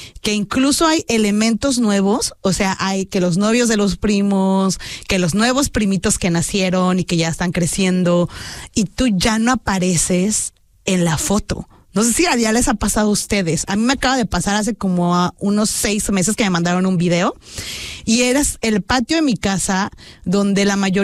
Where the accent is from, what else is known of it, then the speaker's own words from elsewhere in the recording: State of Mexico, Mexico; Me están hablando desde México, del Estado de México, de donde soy yo.